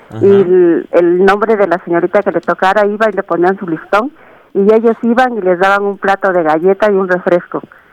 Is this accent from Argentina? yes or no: no; Oaxaca, Mexico; moved away; yo soy de Oaxaca